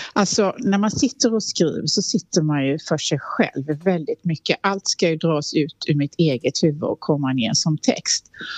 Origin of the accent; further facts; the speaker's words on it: Harplinge, Halland County, Sweden; jag är ju från Harplinge, pappa från Harplinge och mamma från Steninge, så att jag har ju mina rötter här och jag har ju sommarstuga i Haverdal